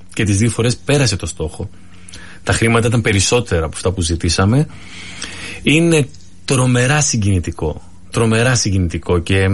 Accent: Igoumenitsa, Epirus, Greece; Συνειδητοποίησα την καταγωγή μου, επειδή είμαι από την Ιγουμενίτσα, τα μισά που έλεγαν τα καταλάβαινα, γιατί μιλάνε αρβανίτικα

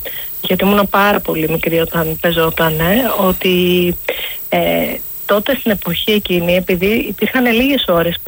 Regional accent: Athens, Attica, Greece; η οικογένειά μου ήταν... αστικοί, είμαστε Αθηναίοι, ενώ υπάρχουν έτσι, έχουν γεννηθεί στην Κωνσταντινούπολη, στη Σμύρνη, έχουμε από Οδυσσό, από Ρέθυμνο, αλλά οικογένεια, μεγαλώσαμε στην Αθήνα όλοι.

